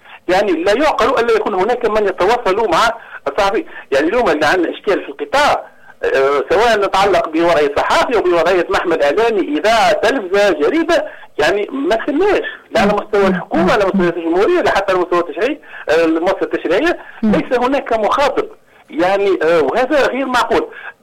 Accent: Tunisia; أنا كصحفي تونسي

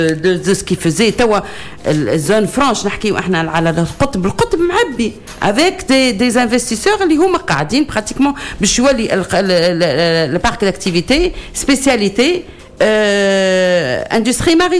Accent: Bizerte, Bizerte Governorate, Tunisia; لهنا في بلادي بنزرت

